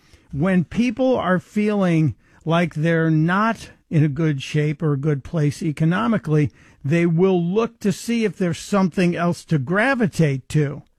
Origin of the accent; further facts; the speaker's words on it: Chicago, Illinois, United States; Bishop Sheen, as a kid growing up in Chicago, Bishop Sheen and the black and white TV show was a part of our life.